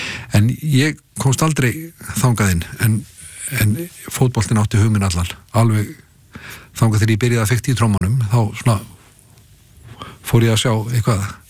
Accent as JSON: {"language": "Icelandic", "town": "Kópavogur", "region": "Capital Region", "country": "Iceland", "tie": "born or raised there", "also_born_or_lived": "New York", "said": "Já, já, ég elst upp í Kópavogur."}